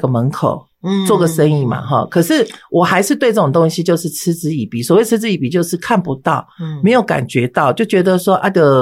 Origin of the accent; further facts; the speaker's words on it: Taiwan; born there; 我父母都是外省人，都是外省，都是大陆人齁。好，那我是出生在台湾的外省的第二代。那么我们从小从出生在郑先生里面是没有在拿香拜拜的。